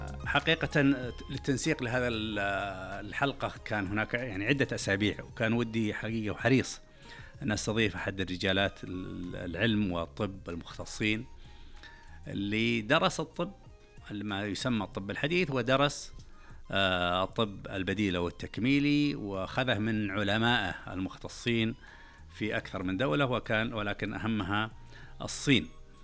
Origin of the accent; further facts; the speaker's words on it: Saudi Arabia; طموحنا كسعوديين